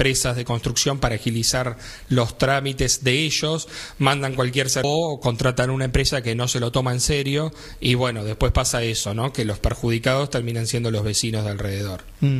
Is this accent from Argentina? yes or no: yes; Villa Adelina, Buenos Aires Province, Argentina; Viví toda mi vida en Villa de Lina, me crié en Villa de Lina, y vi el estancamiento y sufrí el estancamiento de Villa de Lina. Y como joven, ahora recién casado encima